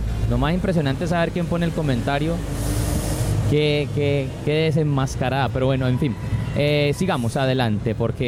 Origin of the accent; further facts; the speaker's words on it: Cali, Valle del Cauca, Colombia; pero la verdad es que los como caleños, muy, muy, muy lejos de pensar y decir por ahí